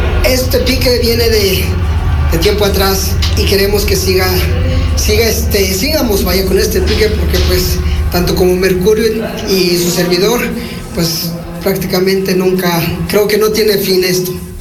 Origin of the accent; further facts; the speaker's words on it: Mexico; Como buenos mexicanos, le vamos a México.